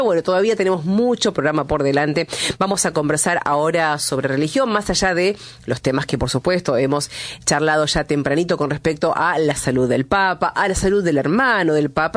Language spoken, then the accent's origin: Spanish; Argentina